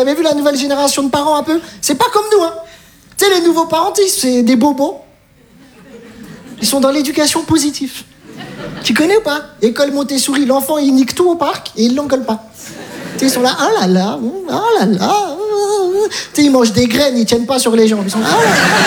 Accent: Metz, Grand Est, France; Je viens de Metz

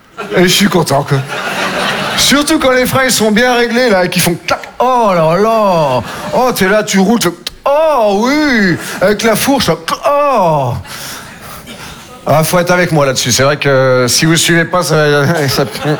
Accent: Nouvelle-Aquitaine, France

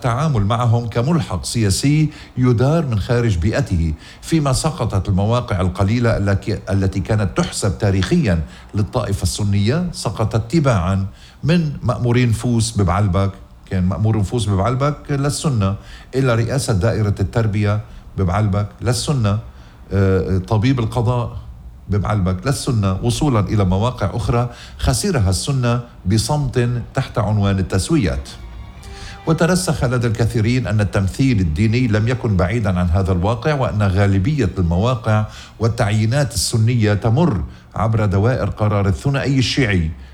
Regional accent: Lebanon; يا آخ يا بلدي لبنان

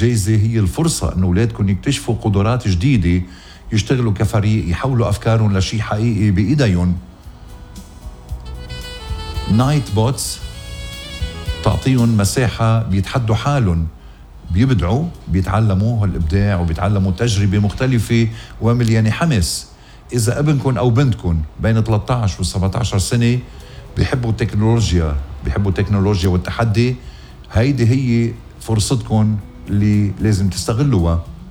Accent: Ghazir, Keserwan-Jbeil, Lebanon; من ضيعتي غزير

